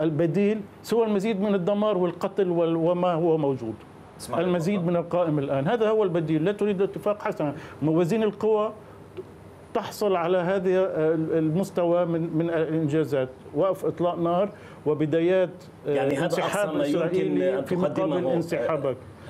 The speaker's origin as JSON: {"language": "Arabic", "country": "Lebanon", "said": "نحن كلبنانيين يجب أن نرفض ذلك"}